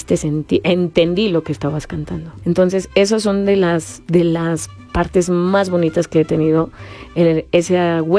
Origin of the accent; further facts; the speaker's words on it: Hidalgo, Mexico; Y bueno, como buena hidalguense, pues los guapangos, oye.